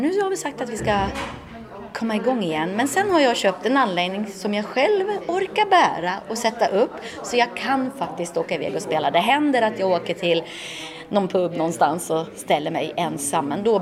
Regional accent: Tierp, Uppsala County, Sweden; jag kommer ju från Tierp mellan Gävle och Uppsala, Uppland. Mm. Och där dansar man.

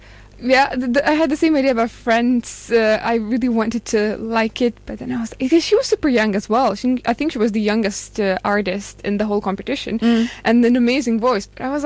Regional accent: Lithuania; I grew up on Eurovision because when you're from Lithuania, I think the same goes in Sweden as well. You are kind of raised of like watching Eurovision every single year, back when you were a child

